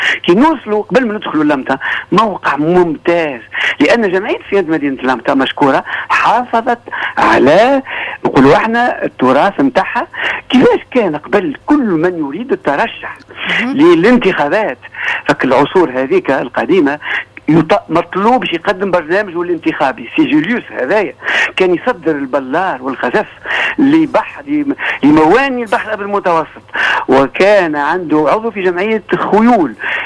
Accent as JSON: {"language": "Arabic", "country": "Tunisia", "said": "ما احنا من تونس"}